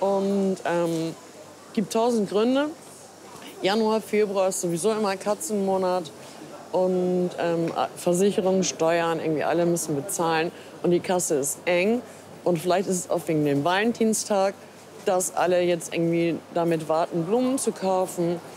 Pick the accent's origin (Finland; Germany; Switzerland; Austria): Finland; Ich komme selber aus Finnland